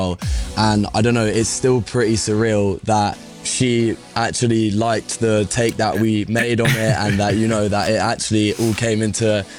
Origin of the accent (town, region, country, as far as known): South East England, United Kingdom; born or raised there